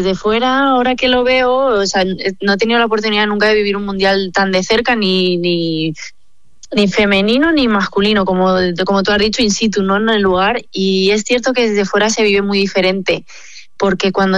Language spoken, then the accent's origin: Spanish; Madrid, Community of Madrid, Spain